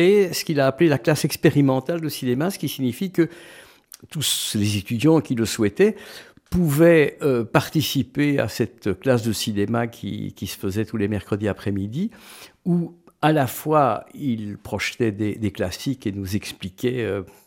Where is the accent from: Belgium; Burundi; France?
Belgium; Schaerbeek, Brussels; Je suis né à Schaarbeek. Et donc, j'ai passé à peu près les 15 premières années de ma vie dans cette commune